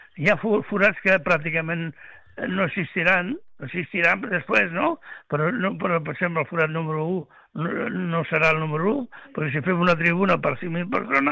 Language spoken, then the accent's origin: Catalan; Sitges, Catalonia, Spain; born there; jo, jo, però jo he nascut a Sitges.